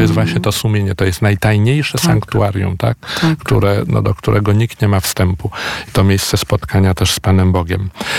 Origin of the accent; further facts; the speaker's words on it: Warsaw, Masovian Voivodeship, Poland; No to jeszcze jako warszawiak